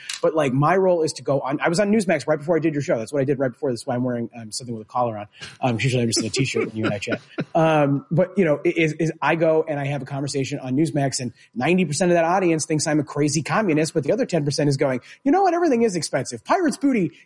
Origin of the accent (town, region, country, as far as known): Chicago, Illinois, United States